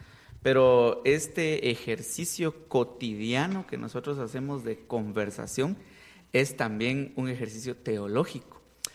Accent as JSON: {"language": "Spanish", "region": "Huehuetenango", "country": "Guatemala", "tie": "born or raised there", "said": "yo que soy originario de Huehuetenango"}